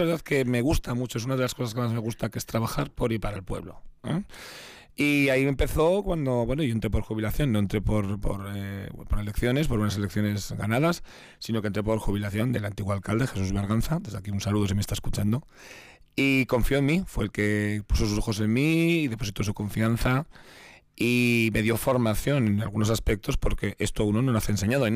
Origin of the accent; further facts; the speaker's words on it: Basque Country, Spain; porque ya sabemos que pues, somos vascos hasta para eso, ¿no?